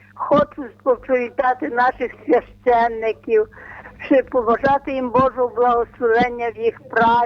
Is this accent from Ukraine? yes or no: yes; Domazhyr, Lviv Oblast, Ukraine; now in Lviv, Ukraine; Хочу так само привітати своє село Домажир, моє рідне село Домажир